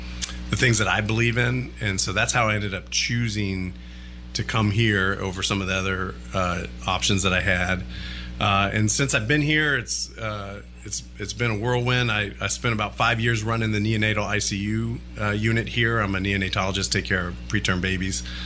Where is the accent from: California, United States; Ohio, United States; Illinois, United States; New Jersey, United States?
California, United States; Los Angeles; moved away as an adult; also born or lived in Oakland, California / Washington, D.C.; now in Greenville, United States; I have been in Greenville for almost 15 years. I grew up originally in Los Angeles.